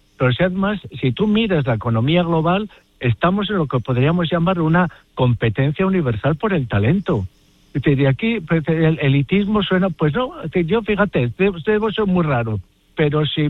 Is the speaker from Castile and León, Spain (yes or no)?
no; Navarre, Spain; Yo soy navarro. Otra cosa es que mis hijos sean catalanes